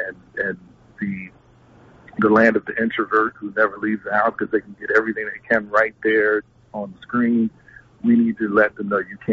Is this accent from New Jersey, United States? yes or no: no; Philadelphia, Pennsylvania, United States; growing up in Philly